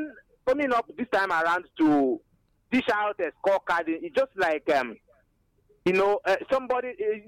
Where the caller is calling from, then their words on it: Ebonyi, Nigeria; from Nkomoro in Inyaba, the Roman Center of Ebonyi State.